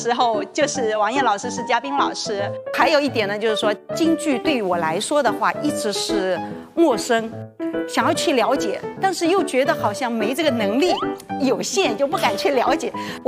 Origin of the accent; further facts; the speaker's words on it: Sydney, New South Wales, Australia; 我是来自澳大利亚悉尼的粤剧票友